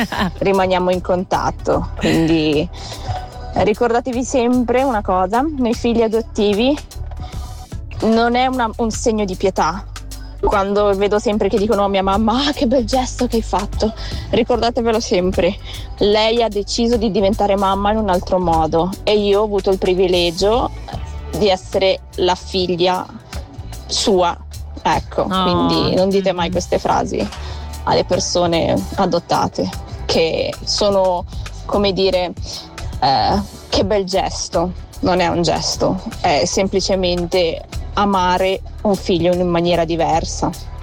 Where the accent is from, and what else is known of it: Colombia